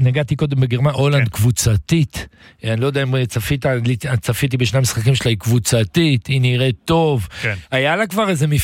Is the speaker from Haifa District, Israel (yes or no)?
yes; the Krayot, Haifa District, Israel; גדלתי בקריות